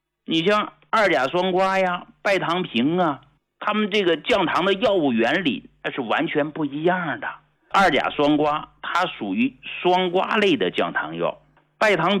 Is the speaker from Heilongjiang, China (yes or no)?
yes; Hegang, Heilongjiang, China; 我是从农村走出来的，我是从黑龙江鹤岗工农区走出来的